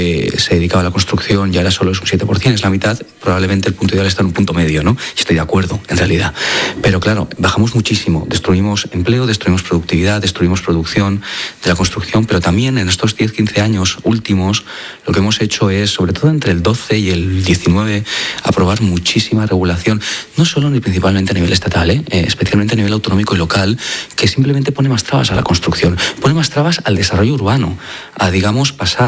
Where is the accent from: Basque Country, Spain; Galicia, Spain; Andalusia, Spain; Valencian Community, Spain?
Valencian Community, Spain; en mi tierra, en la Comunidad Valenciana.